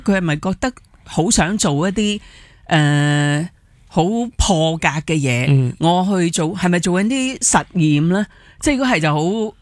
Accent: China; 即系我哋中国人嗰啲传统嘅父母都系好即系好严谨啊

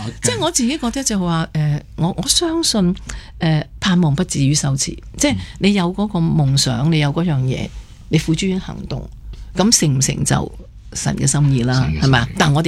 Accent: Hong Kong; 我唔係翻美國，我係香港人嚟嘅，

